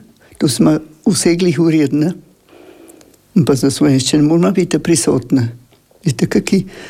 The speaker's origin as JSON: {"language": "Slovenian", "region": "Friuli-Venezia Giulia", "country": "Italy", "said": "Mi smo je tam v Kanalčji dolini"}